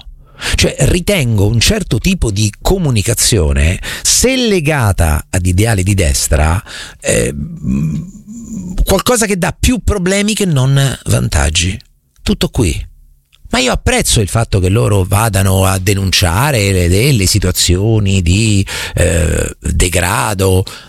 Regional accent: Marche, Italy; io sono marchigiano, quindi per me il lavoro è fatica. Nelle Marche non si dice vado a lavorare, si dice vado a fatica.

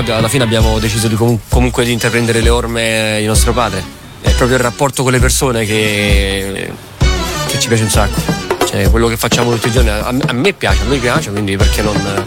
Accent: Morocco; Italian is a second language; now in Italy; devo mostrarmi doppiamente educato, perché io sono marocchino.

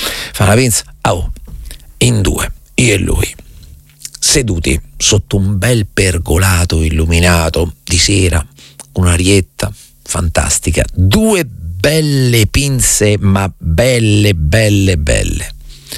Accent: Rome, Lazio, Italy; guardando la mia carta d'identità neanche sono romano di nascita, comunque romano c'ero solamente io

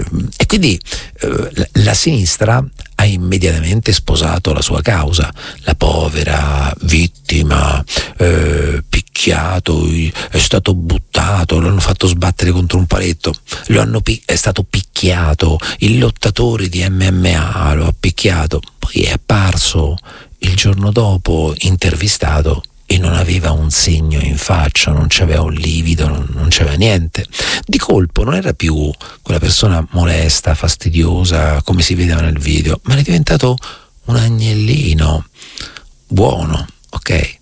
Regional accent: Marche, Italy; Io poi, essendo marchigiano

